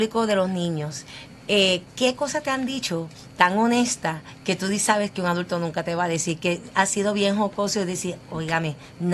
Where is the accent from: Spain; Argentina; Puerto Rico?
Puerto Rico; San Juan; also born or lived in Guayama; No, yo nací en Guayama, me crié en Santurce